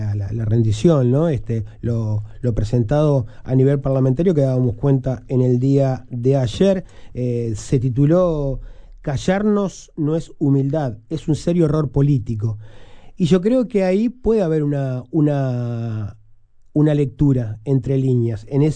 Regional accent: Uruguay

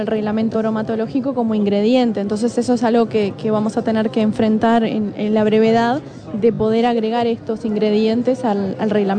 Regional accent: Uruguay; en Uruguay somos muy cafeteros, sí, es la segunda bebida más consumida después del mate.

